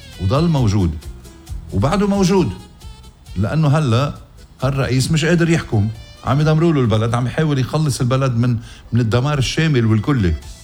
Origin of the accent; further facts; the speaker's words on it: Lebanon; قلنا كلبنانيين